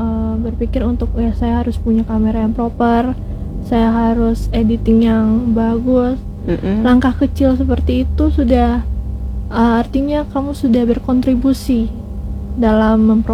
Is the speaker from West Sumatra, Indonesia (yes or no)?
no; Bobo, Maluku, Indonesia; kampung halaman saya kayak Bobo